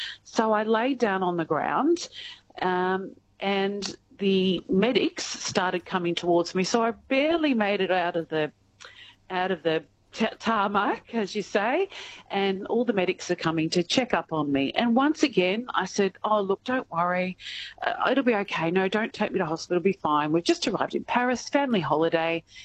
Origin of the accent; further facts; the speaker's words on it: Gippsland, Victoria, Australia; moved away as an adult; now in Sydney, Australia; I am from Gippsland all my life, but the last 3 years I've been in Sydney.